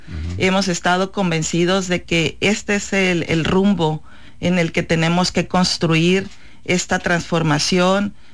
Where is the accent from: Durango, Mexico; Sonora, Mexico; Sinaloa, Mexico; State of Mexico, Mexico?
Sinaloa, Mexico; Chametla; Ahí fue donde también conocí que mi pueblo era un pueblo de origen prehispánico, porque a mí siempre me gusta contar que de niña nosotros en verano acostumbrábamos ir a buscar tepalcate, los monitos que le decíamos en aquel entonces, las figurillas prehispánicas que Chametla pues hoy tiene un museo comunitario